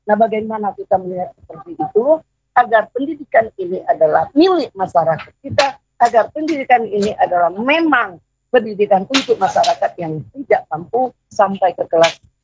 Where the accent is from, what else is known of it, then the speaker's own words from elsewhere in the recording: Palembang, South Sumatra, Indonesia; Karena kita orang Palembang